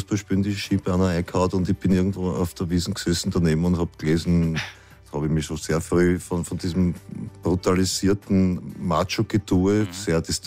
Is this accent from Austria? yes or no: yes; Vienna, Austria; Ich war eigentlich so ein Weichei, ich war so ein richtiges Seichel, wie man bei uns in Wien sagt.